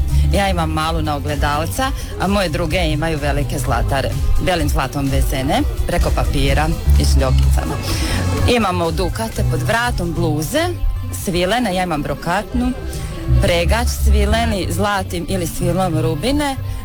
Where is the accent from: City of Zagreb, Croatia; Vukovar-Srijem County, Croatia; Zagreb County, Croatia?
Vukovar-Srijem County, Croatia; Cerna; iz Cerne, dolazim sa Kudom Tomislav iz Cerne.